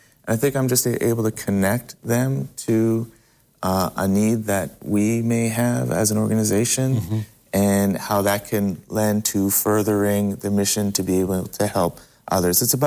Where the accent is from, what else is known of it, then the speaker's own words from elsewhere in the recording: Montreal, Quebec, Canada; So actually, I grew up in Montreal, Canada.